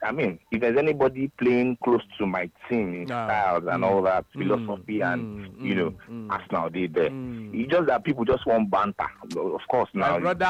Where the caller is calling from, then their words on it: Accra, Greater Accra, Ghana; I'm calling from Accra.